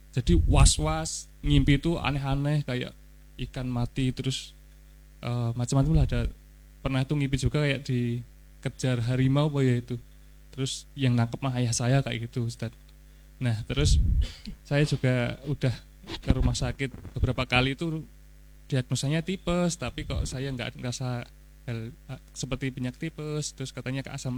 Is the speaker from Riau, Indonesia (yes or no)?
no; Kulon Progo, Special Region of Yogyakarta, Indonesia; Kosnya di kota, cuman aslinya Kulon Progo sih, di gunung sih.